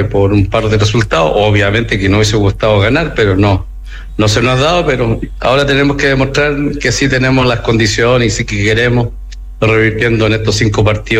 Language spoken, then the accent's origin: Spanish; Antofagasta, Chile; yo soy antofagastino y nunca como antofagastino he bajado los brazos en mi carrera.